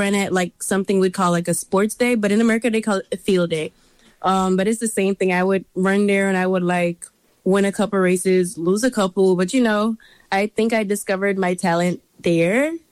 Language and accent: English; Jamaica; So growing up, I mean, track and field was like the main sports for women.